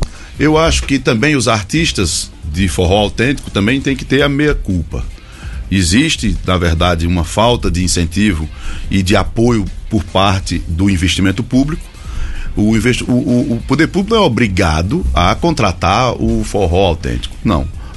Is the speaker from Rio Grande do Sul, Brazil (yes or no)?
no; Ceará, Brazil; E também no Ceará, lá na minha região, na cidade do Crato e também na cidade de Juazeiro.